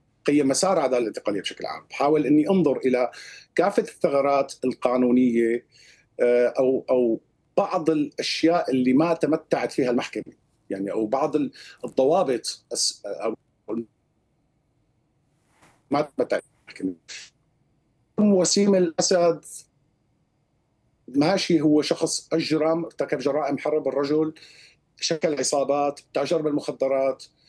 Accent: Syria; now in Brussels, Belgium; موضوع أيضا دمغ الأحكام عندنا في سوريا هذه أنا بشوفها ثغرة

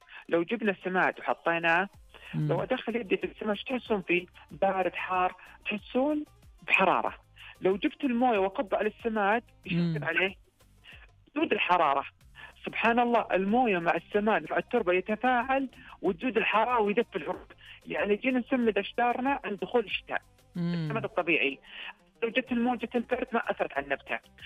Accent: Riyadh, Riyadh Province, Saudi Arabia; عندنا في الرياض

